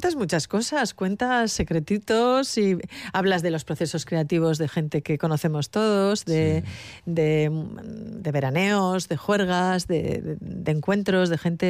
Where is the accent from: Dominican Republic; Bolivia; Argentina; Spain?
Spain; Bilbao, Basque Country; Yo soy bilbaína, entonces me gusta mucho Bilbao.